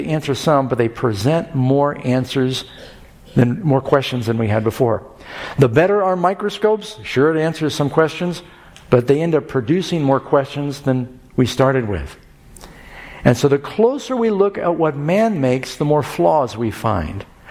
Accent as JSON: {"language": "English", "town": "New York City", "region": "New York", "country": "United States", "tie": "born or raised there", "also_born_or_lived": "Los Angeles / Miami", "said": "I was born in Los Angeles. Millions of people down there. I don't know how many now. Then Mom moved to New York. Grew up in New York City, another big city. Dad moved to Miami."}